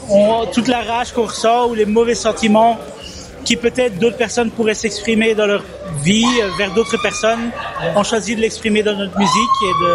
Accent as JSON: {"language": "French", "region": "Flanders", "country": "Belgium", "said": "On vient du Limbourg, principalement de la Flandre, du sud."}